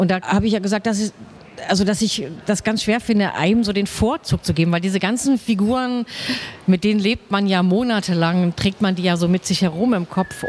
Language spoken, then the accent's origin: German; Halberstadt, Saxony-Anhalt, Germany; wenn ich jetzt sage, das spielt in Leipzig oder in Halberstadt, wo ich herkomme